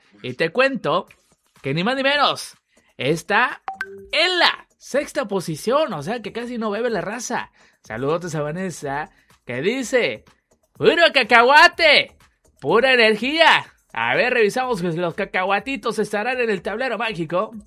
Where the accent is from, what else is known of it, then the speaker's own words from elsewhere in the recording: Ciudad Obregón, Sonora, Mexico; Somos de Obregón.